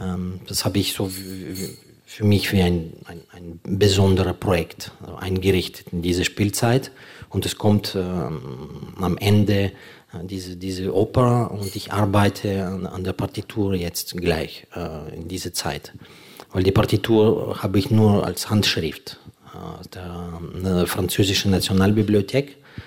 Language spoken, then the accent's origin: German; Ukraine; German is a second language